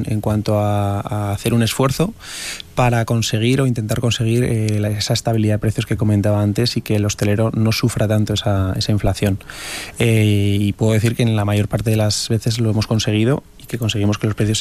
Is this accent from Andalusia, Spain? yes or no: no; Navarre, Spain; particularmente como navarro que soy